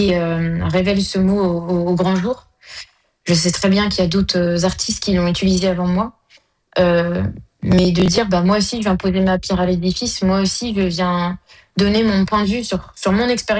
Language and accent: French; France; en fait, je suis française, mais j'ai quelque chose en plus